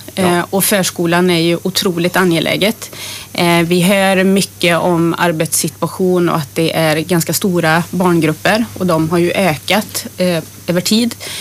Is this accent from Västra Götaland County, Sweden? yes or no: yes; Trollhättan, Västra Götaland County, Sweden; born or raised there